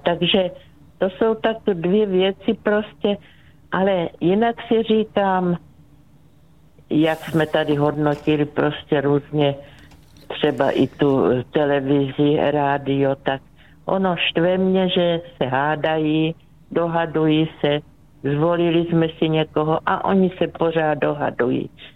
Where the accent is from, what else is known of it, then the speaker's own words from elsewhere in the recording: South Moravian Region, Czechia; Tak já jsem z Moravy, takže tam od Břeclavy, takže u nás bylo vždycky vína dost